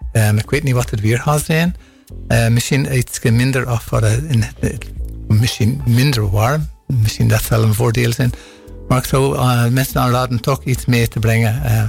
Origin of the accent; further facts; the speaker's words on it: Ireland; Dutch is a second language; Eerste folk is niet de juiste. Ik ben van Ierland.